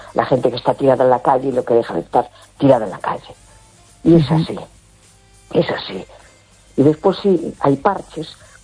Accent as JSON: {"language": "Spanish", "town": "A Coruña", "region": "Galicia", "country": "Spain", "said": "Hola, buenas noches … de La Coruña."}